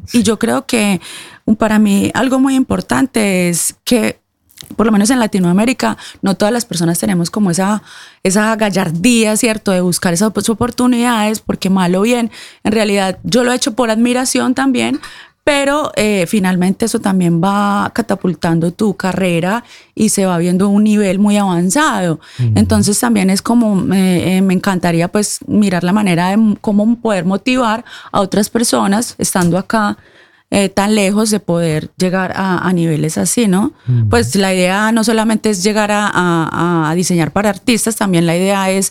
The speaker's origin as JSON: {"language": "Spanish", "country": "Colombia", "said": "el Congreso de la República también me dio un galardón de Colombia como colombiana estrella"}